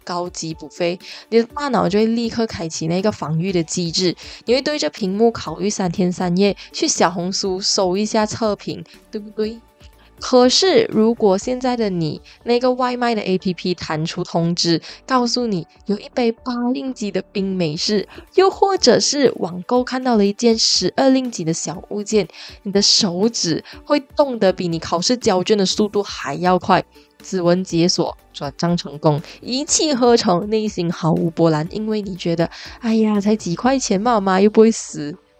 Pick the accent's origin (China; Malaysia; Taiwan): Malaysia; 而是我们大马人每个人都挂在嘴边最常讲的四个字，来都来了。